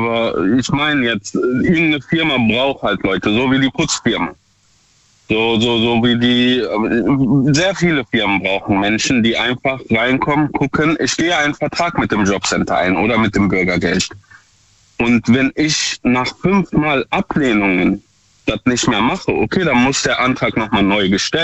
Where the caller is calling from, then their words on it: Duisburg, North Rhine-Westphalia, Germany; Ich komme aus Duisburg.